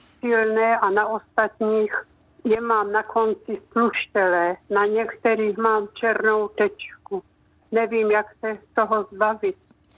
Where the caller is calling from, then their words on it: Olomouc Region, Czechia; jsem posluchačka z Prostějovska